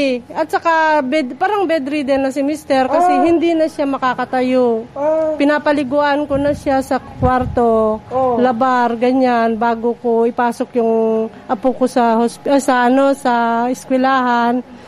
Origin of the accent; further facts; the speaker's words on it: Gubat, Bicol Region, Philippines; Payawin, Gubat.